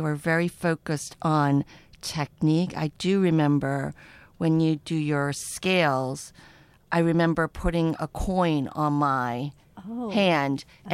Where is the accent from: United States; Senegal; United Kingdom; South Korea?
South Korea; moved away; in my formative years, I grew up in Korea